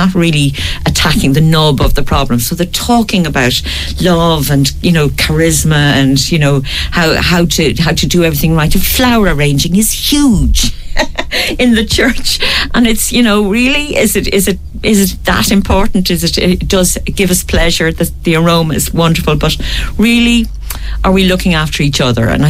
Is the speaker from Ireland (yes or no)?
yes; Ireland; and as Irish people, we always try to find out, has somebody actually been to that? Did you like it? You know, we're very good at that.